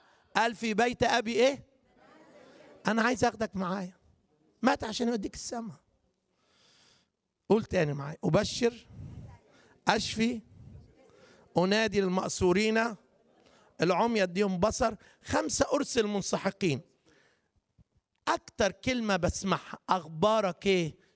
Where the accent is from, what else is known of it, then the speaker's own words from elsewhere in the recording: Upper Egypt, Egypt; عندنا في الصعيد